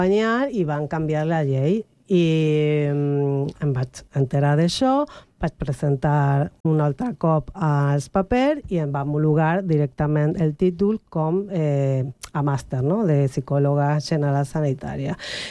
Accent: Argentina; Catalan is a second language; El perfil argentí, perquè com saben que soc argentina, vinen amb mi, i després tinc pacients que són catalans o espanyols

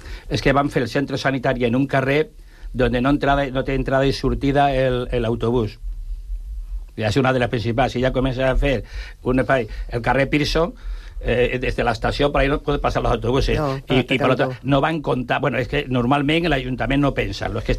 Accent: Sant Cugat del Vallès, Catalonia, Spain; nosaltres no som de Sant Cugat, nosaltres som de la Floresta.

